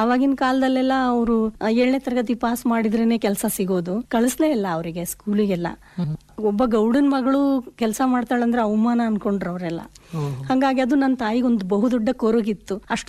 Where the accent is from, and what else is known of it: Malagana, Karnataka, India; born or raised there; also born or lived in Agasabal / Dawalagi area (family village)